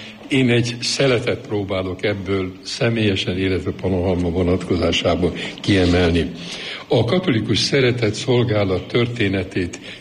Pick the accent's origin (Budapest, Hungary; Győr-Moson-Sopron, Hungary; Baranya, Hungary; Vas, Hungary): Győr-Moson-Sopron, Hungary; Sopron; Soproni vagyok, 500 méterre a bencés templom, én 4 éves korom óta a bencés templomnak a kisminisztrása voltam